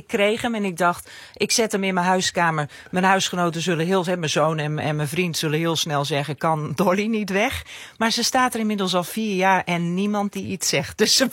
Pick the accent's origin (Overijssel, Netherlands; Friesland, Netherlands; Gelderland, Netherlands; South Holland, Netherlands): Friesland, Netherlands; Ameland; accent: Frisian; moved away; omdat ik van Ameland kom, echt het uiterste puntje van Friesland. Mensen kunnen aan me horen dat ik uit Friesland kom, vinden ze soms ook wel wat van.